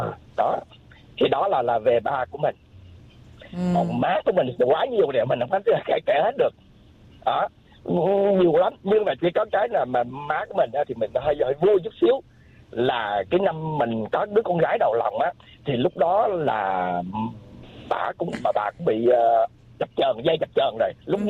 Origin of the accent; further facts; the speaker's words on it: Nha Trang, Khanh Hoa, Vietnam; tại quê mình ở Nha Trang mà.